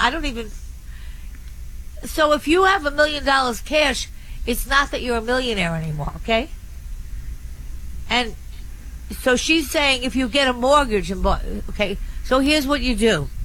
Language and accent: English; New York City, New York, United States; I'm a New Yorker